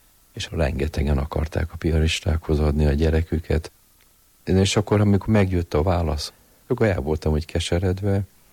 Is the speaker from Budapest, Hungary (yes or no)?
yes; Budapest, Hungary; A Mátyás templomba nőttünk föl, minisztráns voltunk